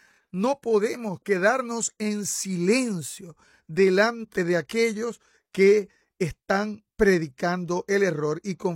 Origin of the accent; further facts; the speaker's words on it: Venezuela; born there; Yo recuerdo en la iglesia donde nací allá en Venezuela